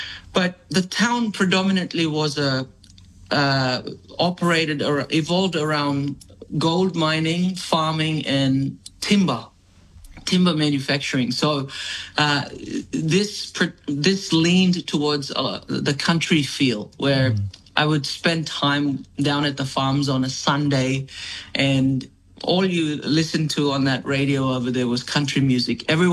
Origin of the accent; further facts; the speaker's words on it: Papua New Guinea; now in Sunshine Coast, Australia; So I hail from Papua New Guinea, but I've taken my four children and my beautiful partner, who is from Tonga in Australia. And we've crossed over to the beautiful Sunshine Coast to have a good crack at music.